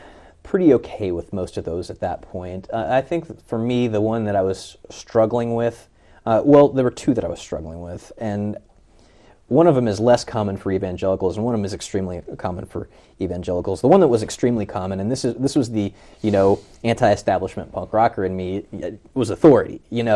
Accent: Bible Belt, United States; moved away; also born or lived in Cincinnati; we come from the Bible Belt where the preaching is just dynamic.

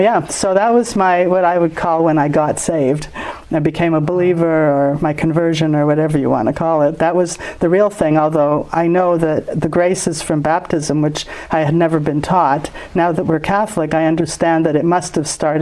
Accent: Montreal, Quebec, Canada; born there; Yes, I was born in Montreal.

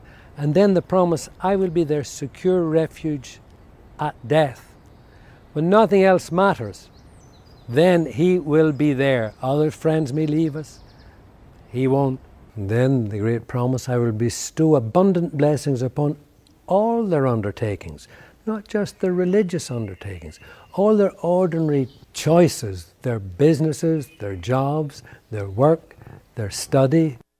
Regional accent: Ireland; The Father General of the Jesuits spoke in my home country of Ireland last year

